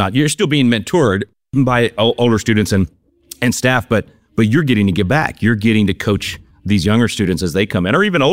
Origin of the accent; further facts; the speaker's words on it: Texas, United States; I said the same thing as a Texan.